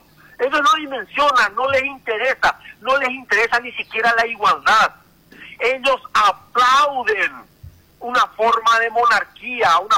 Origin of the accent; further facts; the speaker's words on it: Paraguay; nos consideramos como paraguayos